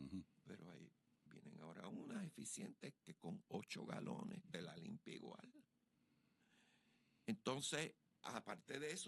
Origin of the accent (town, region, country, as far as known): Puerto Rico